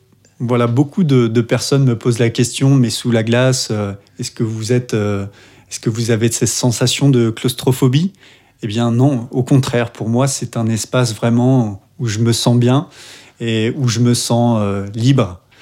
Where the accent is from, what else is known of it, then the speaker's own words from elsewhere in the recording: Saint-Malo, Brittany, France; moved away as an adult; now in Le Conquet, France; je suis originaire de Saint-Malo.